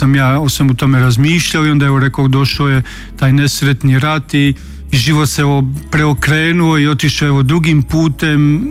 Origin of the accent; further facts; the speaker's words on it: Brčko District, Bosnia & Herzegovina; now in Osijek, Croatia; Rođen sam u Posavini, malo mjesto koje se zove Marković polje, odnosno Drenava, to je općina tadašnja bila, Brčko, pripadamo po novome, tada kad sam ja evo rođen, te 78. godine